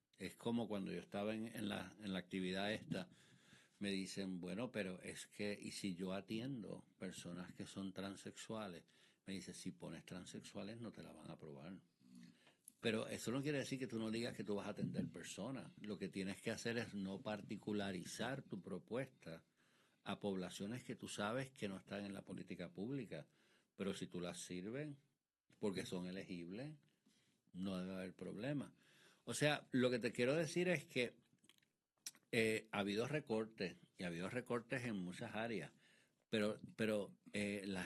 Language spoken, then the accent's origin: Spanish; Puerto Rico; Mira, yo voy a darle énfasis a que somos puertorriqueños, a que somos hispanos, a que somos minoría